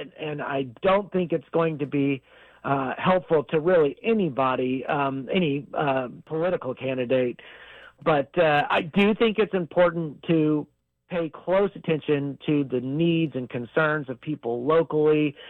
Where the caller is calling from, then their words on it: Alabama, United States; But I live in Alabama, so I'm calling in from Alabama.